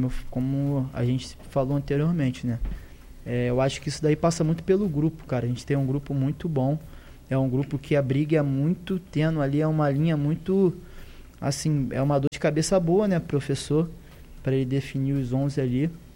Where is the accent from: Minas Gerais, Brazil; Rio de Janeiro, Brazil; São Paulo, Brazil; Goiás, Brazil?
Rio de Janeiro, Brazil; Cara, eu nasci no Rio. Eu nasci e cresci ali em Olaria, Ramos